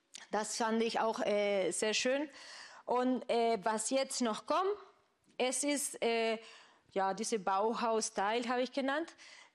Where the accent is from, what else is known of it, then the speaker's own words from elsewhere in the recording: Argentina; German is a second language; Weil auch für die, die nicht wissen, ich komme aus Argentinien. Und in Argentinien, Tango ist unsere Nationaltanz.